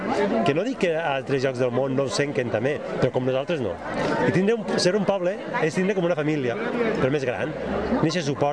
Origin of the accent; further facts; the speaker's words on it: Valencian Community, Spain; Tenim que tenir en compte quins són els problemes que patim com a valencians.